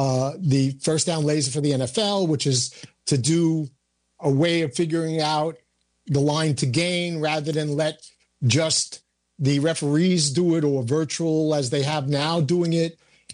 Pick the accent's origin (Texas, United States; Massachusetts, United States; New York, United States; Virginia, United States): New York, United States; New York City; born there; I was born in Brooklyn, New York, in 1948. That sounds so long ago, and it was 77 years ago.